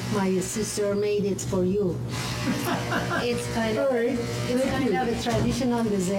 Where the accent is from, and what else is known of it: Shiraz, Fars, Iran